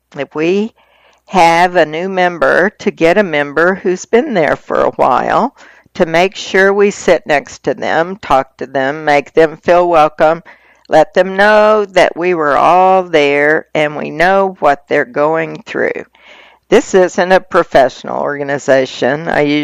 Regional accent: Sheboygan, Wisconsin, United States; I grew up in Sheboygan, Wisconsin. Lots of memories. We walked or rode our bikes everywhere with friends.

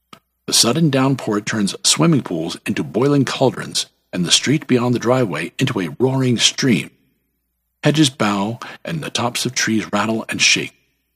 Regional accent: Northeast, United States; I was born and raised in the Northeast, where the seasons are reliably fixed and the weather, though occasionally fierce, is predictable.

